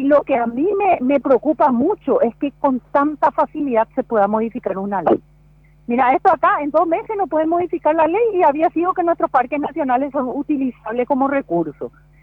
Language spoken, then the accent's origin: Spanish; Chaco, Paraguay; Yo también soy chaqueña